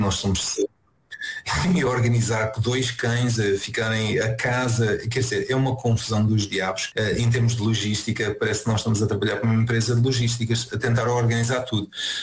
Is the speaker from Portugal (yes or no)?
yes; Portugal; moved away; É nós percebermos que saímos de Portugal e vamos para uma aventura e depois, ao fim de algum tempo, decidimos ficar longe de Portugal.